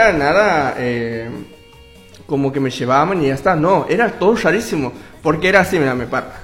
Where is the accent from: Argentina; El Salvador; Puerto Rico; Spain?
Argentina; Santiago del Estero; Y después charlo con todo, y digo, no, yo soy de Santiago, la gente pensaba que era de Buenos Aires